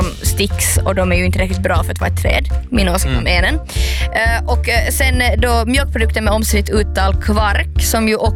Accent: Vaasa, Ostrobothnia, Finland; moved away; Jag har ju blivit lurad när jag växte upp i Vasa att tänka att kvarken är någonting som alla vet om och alla pratar om. Sen flyttade jag bort från Vasa

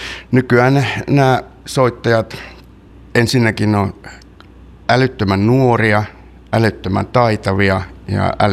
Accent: Suolahti, Central Finland, Finland; moved away; Mä oon kotoisin Suolahdesta, Keski-Suomesta.

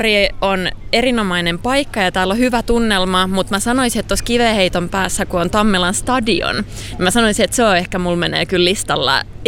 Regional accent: Salo, Southwest Finland, Finland; born or raised there

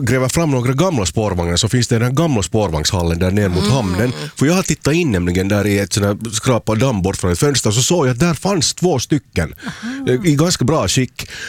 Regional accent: Helsinki, Uusimaa, Finland; now in Turku, Finland; Så att jag kommer ju från en stad som, alltså jag är uppvuxen i Helsingfors, och där jag tycker mycket om spårvagnarna där

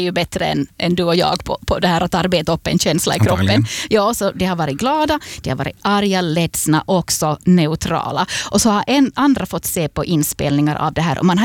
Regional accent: Finland; Som finländare spanar man ju inte för mycket, för då kan det ju hända att de kommer och sätter sig bredvid en.

